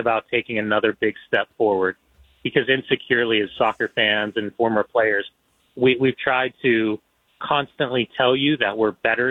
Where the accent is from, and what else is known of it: United States